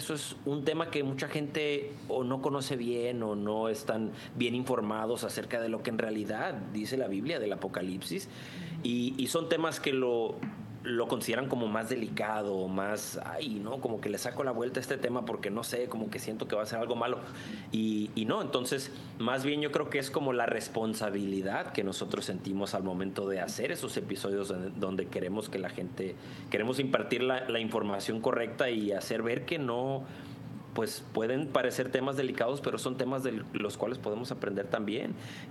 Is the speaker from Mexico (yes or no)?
yes; Sonora, Mexico; now in Los Angeles, United States; Yo crecí en México gran parte de mi vida, en una ciudad muy pequeña, en el estado de Sonora, en el norte de México.